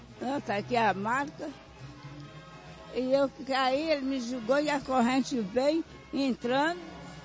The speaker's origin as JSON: {"language": "Portuguese", "town": "Duque de Caxias", "region": "Rio de Janeiro", "country": "Brazil", "said": "eu vim de Duque de Caxias."}